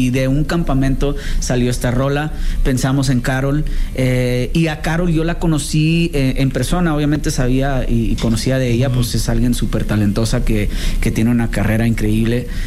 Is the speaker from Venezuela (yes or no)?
no; Mexico; porque pues soy de frontera y me encanta el poder representar nuestra cultura, que al fin de cuentas no importa si somos de este lado del charco o del otro, somos mexicanos